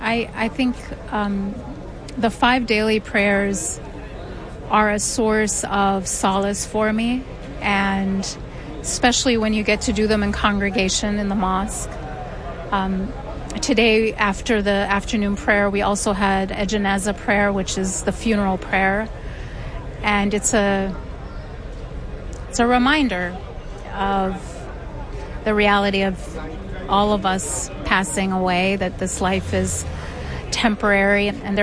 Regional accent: United States; I'm from America, and I'm just visiting for a few days.

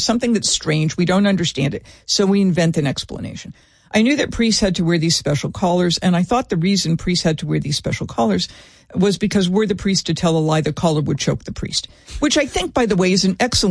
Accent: North Dartmouth, Massachusetts, United States; I grew up in North Dartmouth, Massachusetts. So if you know the neighbor, it's in between New Bedford and Fall River, or New Bedford and Fall River. And it was predominantly Portuguese Roman Catholic.

